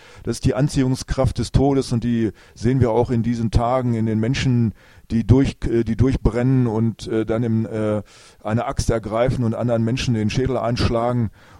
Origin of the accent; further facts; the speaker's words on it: Hameln, Lower Saxony, Germany; Ich komme aus der Rattenfängerstadt Hameln und ich kenne mich aus mit betörenden Melodien.